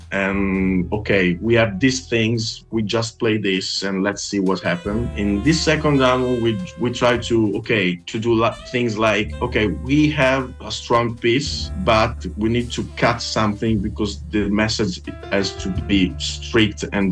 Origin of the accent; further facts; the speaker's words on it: Modena, Emilia-Romagna, Italy; English is a second language; now in Verona, Italy; we are from Modena. That it's like 1 hour away from Verona, but it's quite close to Verona, yeah. And we are both from Modena, yeah. We met in Modena.